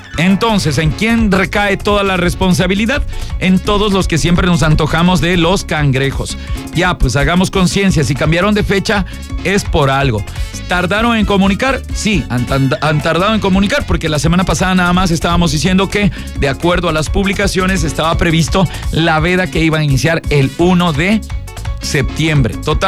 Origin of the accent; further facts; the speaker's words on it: Baños, Ecuador; en Baños, en mi tierra.